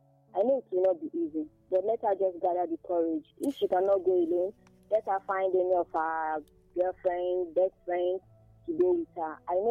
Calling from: Nigeria; I'm calling from Abuja in Kano West.

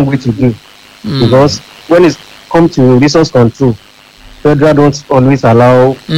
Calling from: Apata, Oyo, Nigeria; Please, we are definitely calling from Apata.

